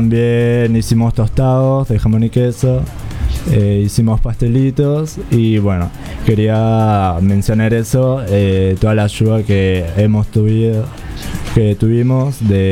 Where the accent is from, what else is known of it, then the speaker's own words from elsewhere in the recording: Buenos Aires, Argentina; Vengo de Buenos Aires, de Virrey Alpino.